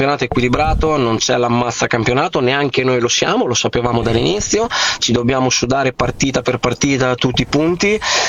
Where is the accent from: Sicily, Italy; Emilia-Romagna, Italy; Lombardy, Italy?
Emilia-Romagna, Italy; insomma io sono di quelle zone là vicino, sono romagnolo come origine